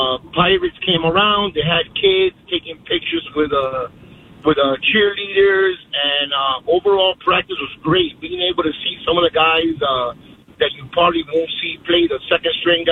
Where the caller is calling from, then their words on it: Miami, Florida, United States; I'm from Miami